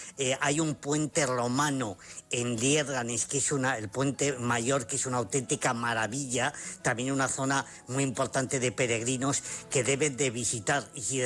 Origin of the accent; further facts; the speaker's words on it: Zamora, Castile and León, Spain; como soy de Zamora y soy muy chulo